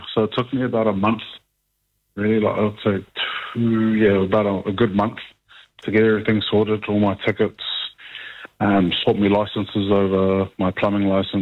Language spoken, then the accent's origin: English; New Zealand; now in Australia; I think the really good thing about being a Kiwi coming to Australia is that you're pretty much an Australian citizen.